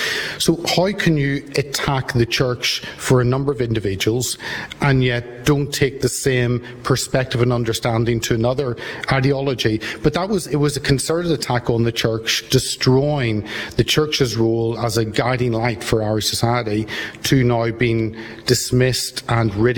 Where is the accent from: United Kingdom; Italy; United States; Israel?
United Kingdom; Northern Ireland; also born or lived in Dublin, Ireland / Limerick, Ireland; now in London, United Kingdom; I grew up in Northern Ireland, also grew up in the Republic in Dublin and Limerick.